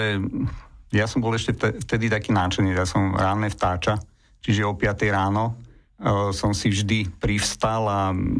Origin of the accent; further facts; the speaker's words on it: Žilina Region, Slovakia; moved away as an adult; now in Bratislava, Slovakia; Ja som pôvodom z Kysúc a vlastne prišiel som do Bratislavy